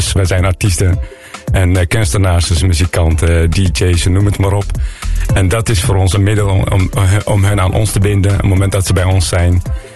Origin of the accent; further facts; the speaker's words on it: Eritrea; now in Netherlands; wij komen zelf uit Eritrea.